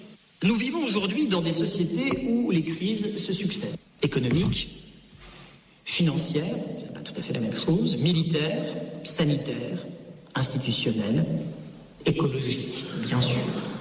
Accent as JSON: {"language": "French", "country": "France", "said": "nous, en tant que Français, intégrés dans l'OTAN avec l'arme atomique"}